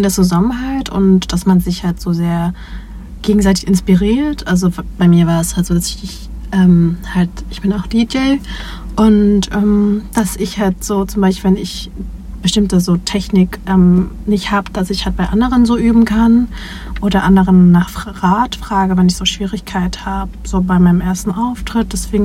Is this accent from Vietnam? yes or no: yes; Vietnam; ich freue mich aber sehr, dass ich so Teil davon bin, so als Vietnamese und queere Person auch.